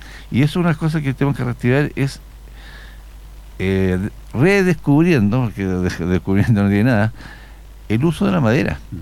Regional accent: Coihueco, Ñuble, Chile; born there; also born or lived in Chillán; Como niño vine a desfilar de la Escuela Superior de Hombres número 23 de Coihueco

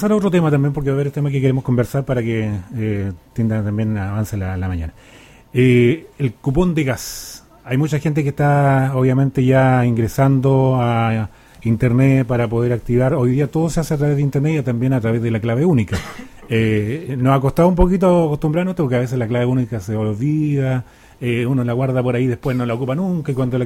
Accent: Yungay, Ñuble, Chile; soy de acá de Yungay

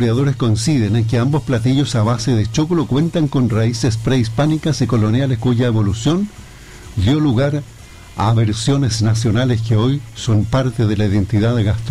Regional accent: Chile

